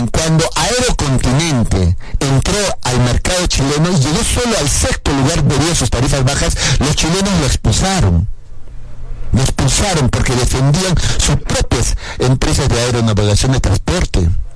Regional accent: Peru

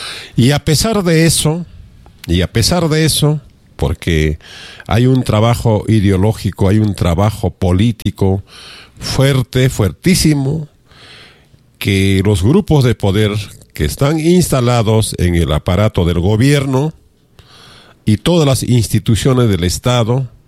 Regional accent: Peru; una gran mayoría de los peruanos reflexionamos de una y otra forma

